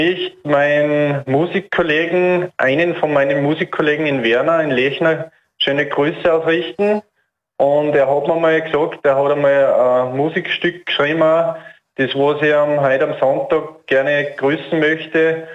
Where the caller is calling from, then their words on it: Altenmarkt, Styria, Austria; Ich bin aus Altenmarkt.